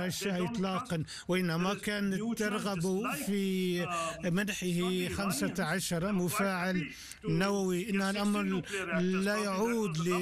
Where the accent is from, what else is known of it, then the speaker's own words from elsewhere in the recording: Pakistan; أنا كباكستاني أفتخر بأن حكومة بلادي بذلت هذه الجهود،